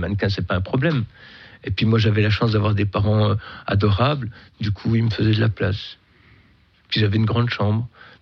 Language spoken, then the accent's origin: French; Besançon, Bourgogne-Franche-Comté, France; Moi, mon père, il a connu l'Exode. On est de Besançon.